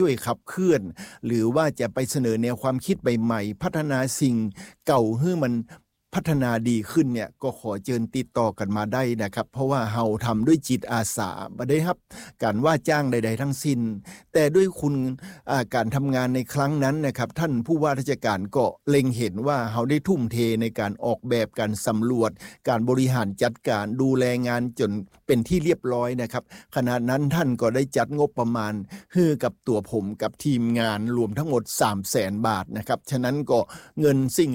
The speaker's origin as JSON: {"language": "Thai", "region": "Lamphun", "country": "Thailand", "moved": "yes", "lives_now": "Chiang Mai, Thailand", "said": "ผมในฐานะเป็นคนจังหวัดลำปูนนะครับได้ไปอยู่จังหวัดเชียงใหม่เรียนจากเชียงใหม่อยู่เชียงใหม่แล้วก็ประกอบอาชีพในจังหวัดเชียงใหม่"}